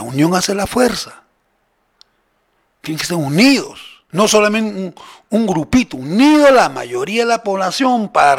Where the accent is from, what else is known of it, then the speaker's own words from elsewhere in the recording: Ilabaya, Tacna, Peru; moved away; Qué pena por mi tierra, en La Valla